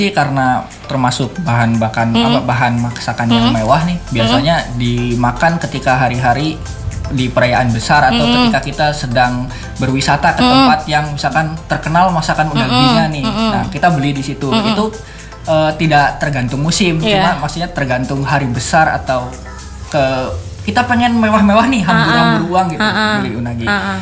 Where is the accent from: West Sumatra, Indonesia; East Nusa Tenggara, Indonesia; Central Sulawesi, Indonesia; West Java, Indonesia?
West Java, Indonesia; Cianjur; Aku dari Cianjur kan, terkenal belutnya.